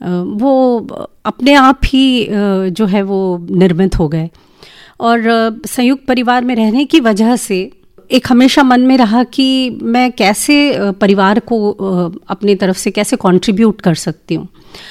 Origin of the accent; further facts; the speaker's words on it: Chennai, Tamil Nadu, India; moved away; also born or lived in Madhya Pradesh; हम वैसे तो तमिलनाडु से हैं, चेन्नई से हैं, और वहाँ से हमारा स्थानांतरण वो माइग्रेट होके वो मध्य प्रदेश आ गए